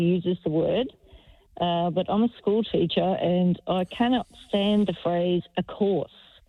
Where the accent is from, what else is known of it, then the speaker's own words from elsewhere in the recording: Sydney, New South Wales, Australia; born there; also born or lived in Port Macquarie, New South Wales / Brisbane, Queensland; I grew up in Sydney as a kid, was a teenager in Port Macquarie, went to Teachers College in Brisbane